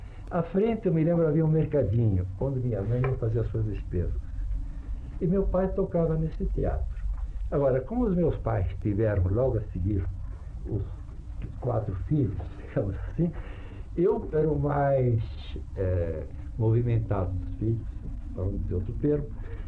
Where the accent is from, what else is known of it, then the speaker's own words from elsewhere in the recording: São Paulo, Brazil; Nasci em São Paulo, a 3 de setembro de 1897, na Rua Xavier de Toledo, que naquele tempo denominava-se Rua do Paredão.